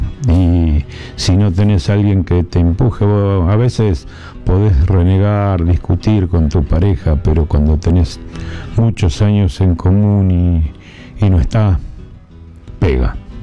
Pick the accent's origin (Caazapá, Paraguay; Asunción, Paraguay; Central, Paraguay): Asunción, Paraguay; born there; Nací en Asunción del Paraguay. Hace ya mucho tiempo, 72 años